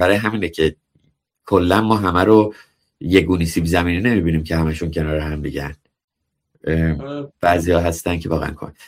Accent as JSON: {"language": "Persian", "country": "Iran", "moved": "yes", "said": "من 20 سال پیش از ایران اومدم بیرون"}